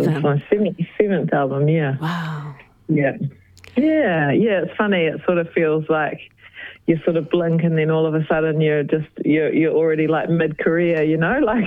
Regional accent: Westport, West Coast, New Zealand; now in Lyttelton, New Zealand; That's right. I grew up on the West Coast. Yeah, I grew up just outside of Westport. Yeah.

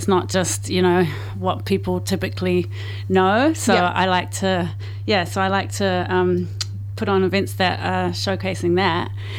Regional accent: New Zealand; My mum's English Jamaican, my dad's Canadian, but I grew up as a Kiwi

